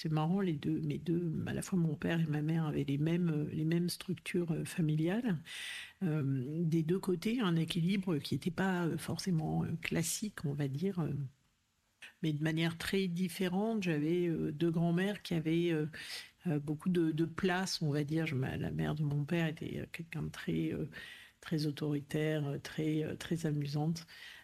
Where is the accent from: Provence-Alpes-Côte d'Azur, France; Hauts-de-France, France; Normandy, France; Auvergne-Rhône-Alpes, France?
Auvergne-Rhône-Alpes, France; Clermont-Ferrand; also born or lived in Aveyron; Alors, j'ai grandi à Clermont-Ferrand, enfin majoritairement, puisque mes parents, mon père avait été muté à Clermont.